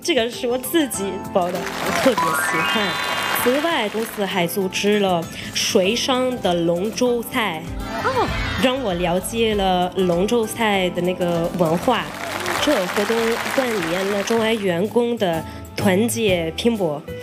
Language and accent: Chinese; Egypt; Chinese is a second language; 我觉得有点难，是因为就是我们埃及人就是不太习惯了。